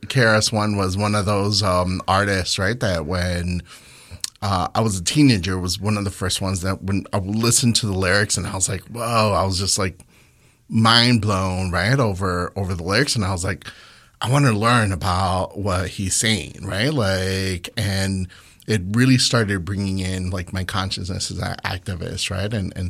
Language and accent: English; Loma Dorada, Jalisco, Mexico; now in Chicago, United States; I grew up in Jalisco. I actually grew up in the a little town called Loma Dorada, which is right below Tonalá, which is like kind of the mecca of like clay and tin